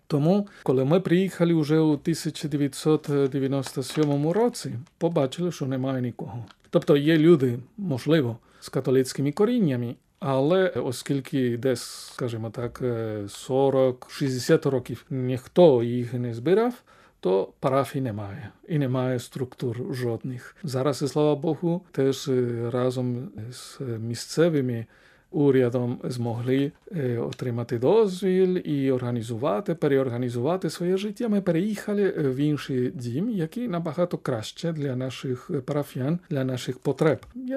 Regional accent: Spain; Ukrainian is a second language; now in Ukraine; Якби я залишився в Іспанії, звідки я родом, то я би працював як священик

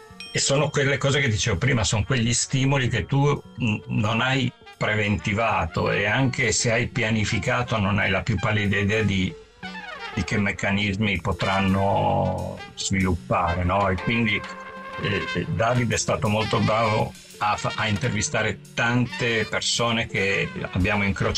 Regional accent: Ivrea, Piedmont, Italy; io sono di Ivrea

